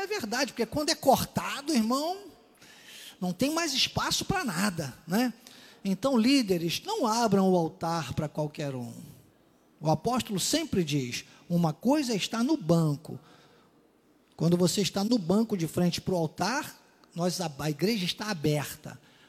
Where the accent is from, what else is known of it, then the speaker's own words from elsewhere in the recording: Rio de Janeiro, Brazil; also born or lived in Minas Gerais; eu sou mineiroca, né? Porque eu sou mineiro, mas criado aqui no Rio de Janeiro